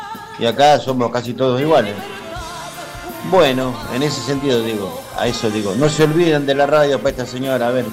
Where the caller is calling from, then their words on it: Argentina; Los argentinos, que somos todos cruzados con extranjeros, porque somos cruzados.